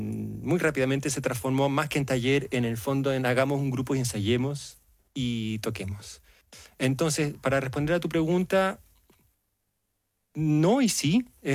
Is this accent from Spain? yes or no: no; Chile; siendo chilenos